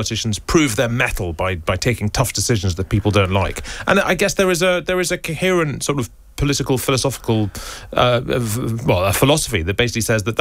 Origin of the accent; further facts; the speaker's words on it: Scotland, United Kingdom; I say assume and I say issue. That's because I'm from Scotland and that's how we say these words.